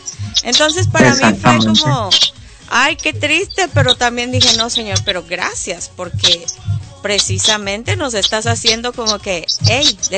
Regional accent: Mexico; now in United States; yo soy mexicana, pero radico en este sí. país.

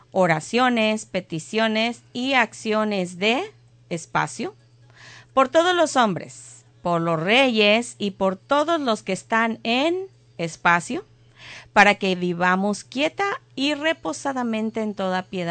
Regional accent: Mexico; now in Tennessee, United States

